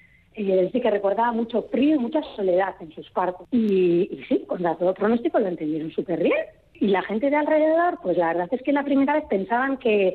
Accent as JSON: {"language": "Spanish", "town": "Errenteria", "region": "Basque Country", "country": "Spain", "said": "yo soy de Rentería"}